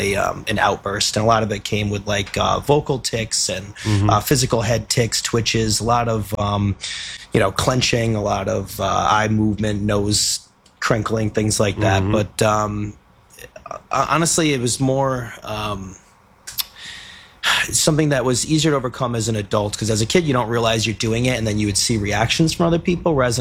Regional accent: Westerly, Rhode Island, United States; I grew up in Wesley, Rhode Island. I grew up in a football family as well as a big football town.

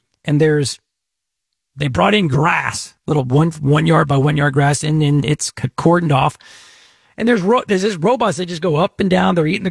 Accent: Texas, United States; when I was a kid growing up in Texas and my parents made me mow their lawn?

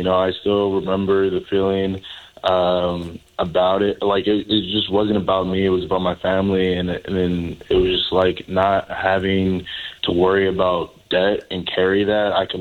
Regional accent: Chicago, Illinois, United States; I grew up on Arlington, Chicago's West Side. I attended high school at Benito Juarez in Pilsen, and I am a recent graduate from Northern Illinois University with a major in education.

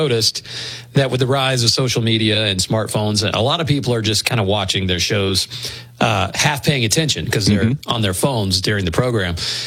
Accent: Southern United States, United States; accent: Southern; my Southern accent

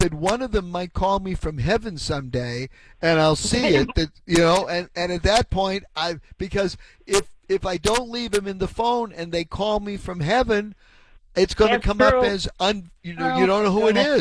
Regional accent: Hyde Park, Massachusetts, United States; I grew up in Hyde Park too, as you probably know. I'm a Reedville boy

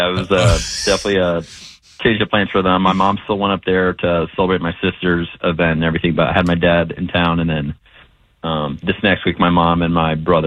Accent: Texas, United States; born there; And obviously I was born in Texas, so it was kind of a homecoming of some sorts.

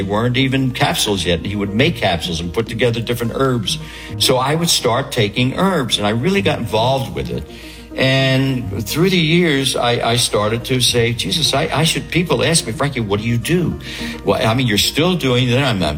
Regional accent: Philadelphia, Pennsylvania, United States; a kid that I grew up with in South Philly, a lot of Italian kids

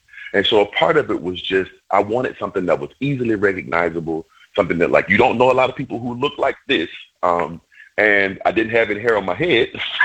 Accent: Alabama, United States; I'm from Alabama." They go, "Alabama." They do. It's just, they say it that way every time. Alabama. Yeah. And I'm really proud of where I'm from.

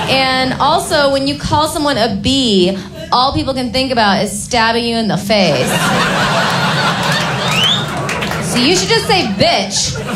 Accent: Illinois, United States; So I'm from Illinois.

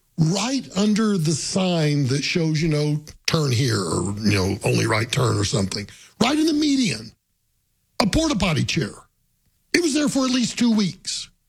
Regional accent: Denver, Colorado, United States; Growing up in Denver, I don't remember the medians and shoulders of the road being so nasty with debris. Denver used to be known as a clean city.

